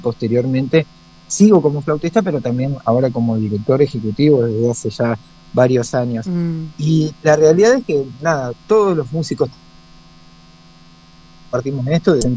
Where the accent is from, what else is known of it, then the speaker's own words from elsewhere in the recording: Rosario, Santa Fe, Argentina; now in Viedma, Argentina; soy de Rosario